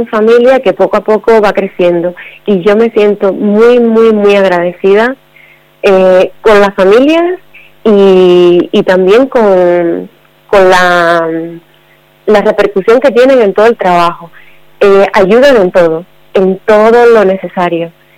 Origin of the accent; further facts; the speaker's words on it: Cuba; also born or lived in Durango; now in Castro Urdiales, Spain; Eso es, yo soy cubana